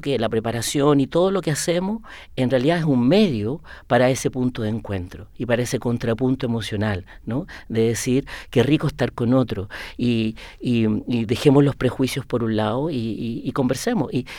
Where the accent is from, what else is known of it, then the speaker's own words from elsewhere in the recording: Antofagasta, Chile; moved away; Yo soy de provincia, soy de Antofagasta